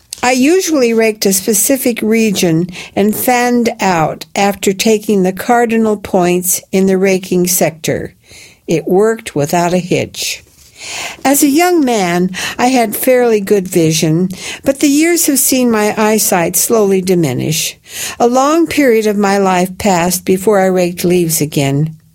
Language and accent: English; Clemson, South Carolina, United States; I grew up in Clemson, South Carolina, a relatively small college town near the Blue Ridge Mountains, in the northwestern portion of the state.